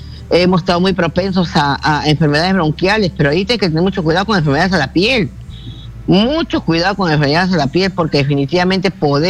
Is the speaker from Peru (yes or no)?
yes; Peru; somos nacionalistas, porque como nacionalistas y peruanos trabajamos y nos sacamos el ancho.